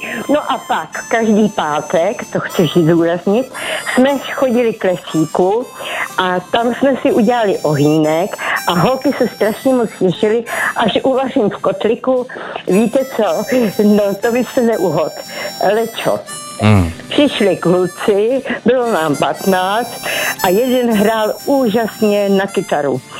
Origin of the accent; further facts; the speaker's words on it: Verneřice, Ústí nad Labem Region, Czechia; now in Terezín, Czechia; z Terezína, pocházím z Vernežic a chci vám říct příběh.